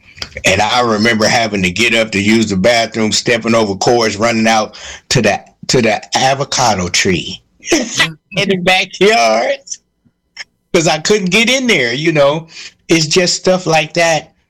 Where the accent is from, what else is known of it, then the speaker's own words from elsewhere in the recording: Oakland, California, United States; And my mother and father had a band that was really good. And, you know, growing up in Oakland … they all came to my dad's studio.